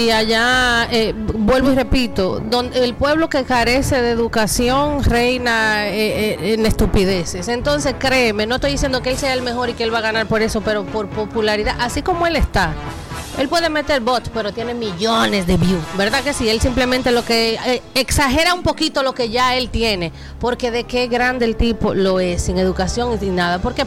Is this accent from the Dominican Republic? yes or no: yes; Dominican Republic